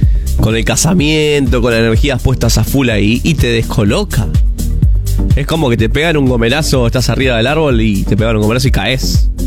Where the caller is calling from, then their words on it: Ferré, Buenos Aires, Argentina; Somos de en el kiosco Noel, somos de Ferré, Buenos Aires. Te escuchamos todas las noches.